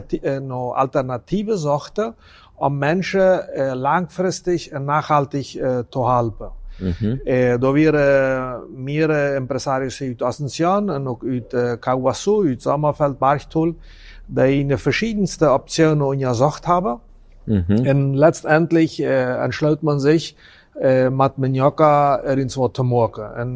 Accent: Friesland, San Pedro, Paraguay; also born or lived in Chaco; Also, ich komme ursprünglich aus Friesland.

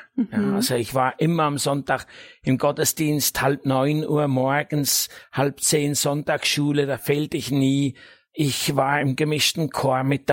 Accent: Northwestern Switzerland, Switzerland; moved away as an adult; also born or lived in Latin America; Ursprünglich, sage ich mal, komme ich aus der Schweiz, Nordwestschweiz. Und dann sind wir viele Jahre als Missionare unterwegs gewesen in Lateinamerika und sind seit, ja, ungefähr 10 Jahren wieder zurück in der Schweiz.

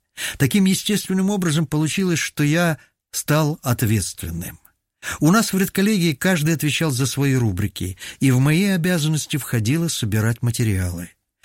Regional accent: Serebropol, Altai Krai, Russia; born there; Родился я в Алтайском крае, в степном селе с красивым названием Сереброполь.

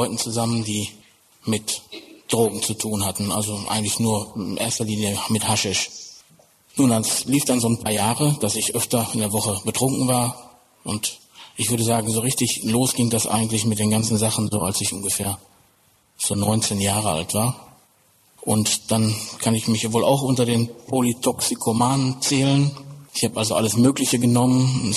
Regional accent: North Rhine-Westphalia, Germany; Ich bin aufgewachsen im Ruhrgebiet als Sohn eines Bergmanns und hatte auch eigentlich ein gutes Elternhaus, also nicht ein schlechtes Elternhaus.

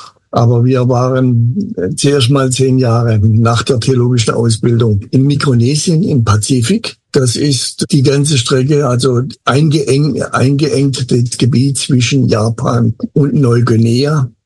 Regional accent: Baden-Württemberg, Germany; Und ich bin Schwabe

